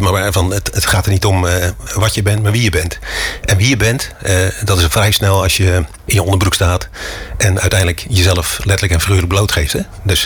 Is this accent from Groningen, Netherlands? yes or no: no; Rozenburg, South Holland, Netherlands; also born or lived in Heusden; Geboren in Heusden, in Brabant. Daar zijn we, omdat mijn vader bij Vrolmen werkte, is een scheepsvaartbedrijf, gingen we uit Brabant naar hier naar Rotterdam, naar Rozenburg.